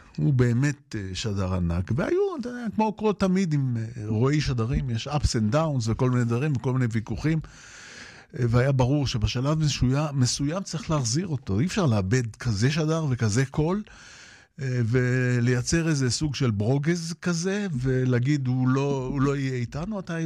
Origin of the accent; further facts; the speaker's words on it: Jaffa, Tel Aviv District, Israel; אבל אני גדלתי על ספורט. גדלתי על ספורט גם ביפו וגם באהבה האישית שלי.